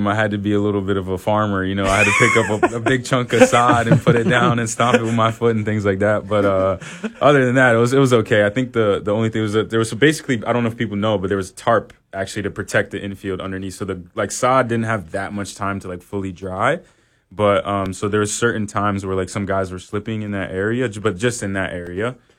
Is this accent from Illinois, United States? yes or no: yes; Evanston, Illinois, United States; My first sport was like probably hockey because I was growing up in Chicago.